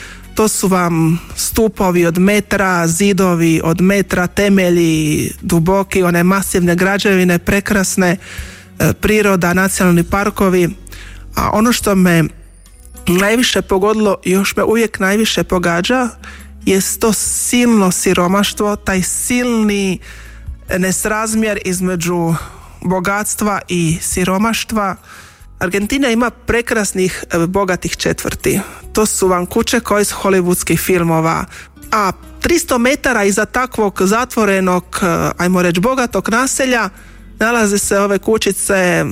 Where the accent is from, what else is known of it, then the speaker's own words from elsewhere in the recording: Sisak, Sisak-Moslavina County, Croatia; born there; Još kao dijete, ja sam rođena u Sisku, čitali smo Radosnu vijest i Mali koncil.